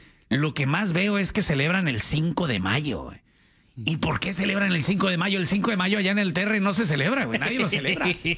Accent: Mexico; now in United States; Todos somos mexicanos y mexicanas.

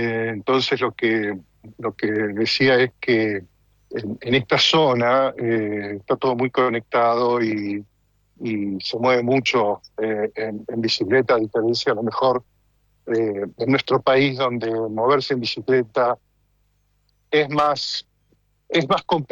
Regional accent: Argentina; now in North Holland, Netherlands; nuestro estilo de vida argentino, pero acá es muy normal. Es muy normal el neerlandés o el holandés. Yo vivo en Holanda.

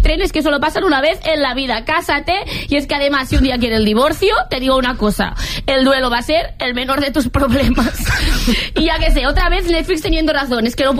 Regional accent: Andalusia, Spain; Aquí sí, sí que soy andaluza.

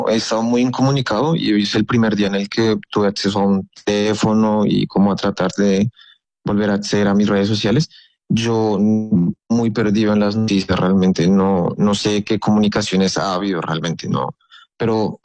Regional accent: Bogotá, Bogotá Capital District, Colombia; Yo soy oriundo de Bogotá.

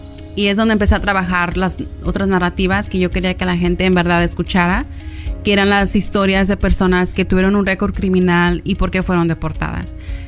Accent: Los Angeles, California, United States; now in Fresno, United States; desde que crecí en Los Ángeles y nos vinimos a Fresno

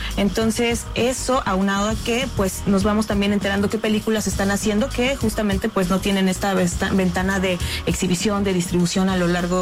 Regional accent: Huajuapan de León, Oaxaca, Mexico; Yo, como una persona que crecí en Huajuapan de León

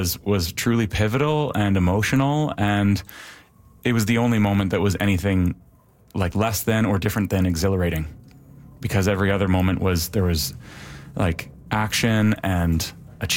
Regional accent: Oakville, Ontario, Canada; When I was a kid growing up in Oakville, Ontario, I played, very, very low level, like house league soccer.

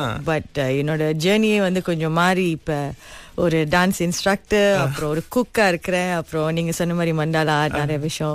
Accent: Kuala Lumpur, Malaysia; அம்மா வந்து பிணைங்கள உள்ளவங்க, கல்யாணம் பண்ணி அம்மா கேலுக்கு வந்துட்டாங்க. சோ நான் பிறந்து வளர்ந்தது எல்லாமே வந்து கோலாலம் போலதான்.

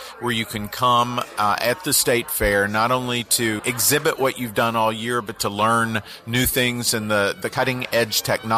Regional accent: Kentucky, United States; born or raised there

